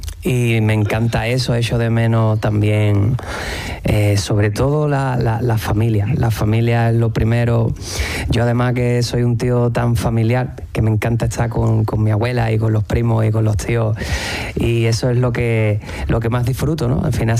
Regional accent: Cádiz, Andalusia, Spain; O sea, como que dentro de que somos de Cádiz, como que cada uno tiene como su flow, ¿me comprende?

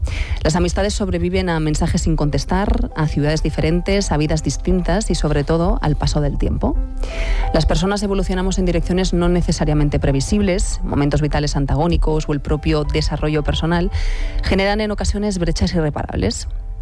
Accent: Barcelona, Catalonia, Spain; Y justamente mi mejor amiga que vive en Barcelona, soy de Barcelona, ya lo sabes

